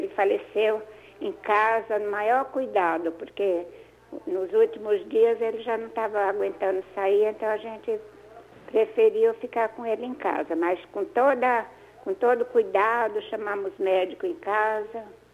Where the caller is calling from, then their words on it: São Paulo, Brazil; Eu falo aqui de Cangaíba, Penha